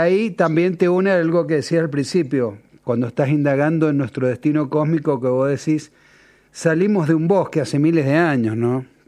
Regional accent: Mendoza, Argentina; somos un pueblo andinos, los guayaquileños y los mendocos.

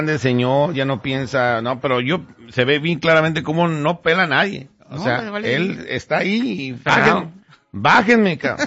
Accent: Mexico; nosotros como mexicanos

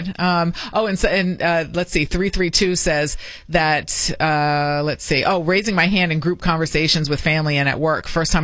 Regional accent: Smithfield, Rhode Island, United States; born there; also born or lived in Foster, Rhode Island; I lived in Foster, but when I moved from Smithfield, sixth grade

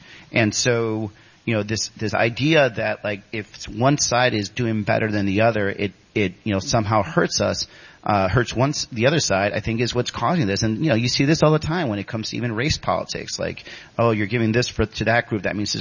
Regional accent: Chicago, Illinois, United States; I'm originally from Chicago, which also was a working class Latino and black area

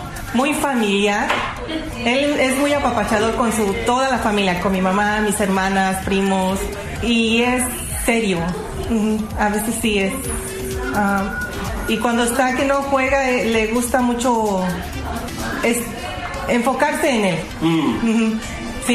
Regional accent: Mexico; moved away; es el México, el de nosotros, claro. En mi país.

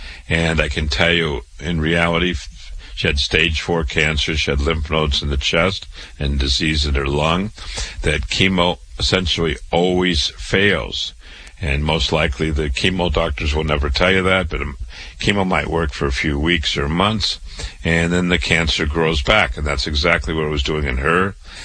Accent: Waterloo, Iowa, United States; born or raised there

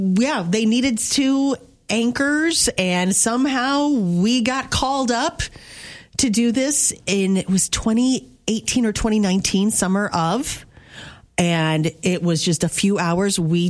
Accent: Missouri, United States; I'm from Missouri.

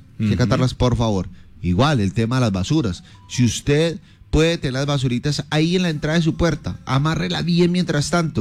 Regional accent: Pereira, Risaralda, Colombia; Hay que ayudar entre todos, somos entre pereiranos, todos. Somos, yo digo que más que pereiranos, risaraldenses

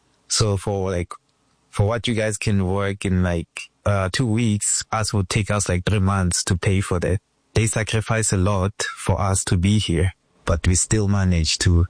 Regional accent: South Africa; I am from South Africa. Since I was a child, I was watching a lot of American movies.

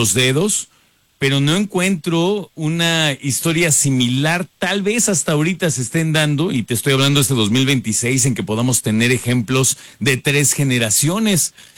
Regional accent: Mexico

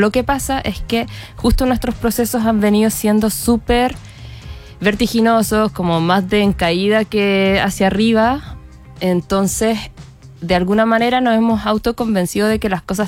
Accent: Chile; yo también crecí muy como en una idea de pesimismo, derrota, entonces creía, no, somos chilenos, somos así

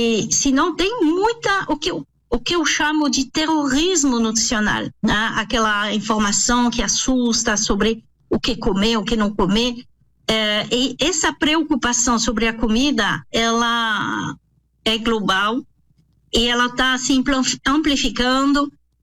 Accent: France; also born or lived in United States; now in Brazil; porque eu sou francesa, naturalizada no Brasil, agora sou brasileira, há 26 anos que eu estou no Brasil, e morei também 9 anos nos Estados Unidos.

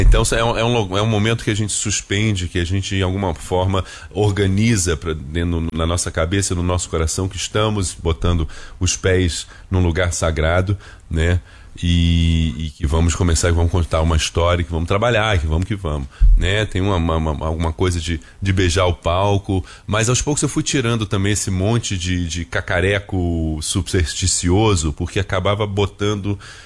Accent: Rio de Janeiro, Brazil; born there; also born or lived in Brasília / United States / Portugal; Com 4 anos eu fui parar no Rio de Janeiro e lá fiquei.

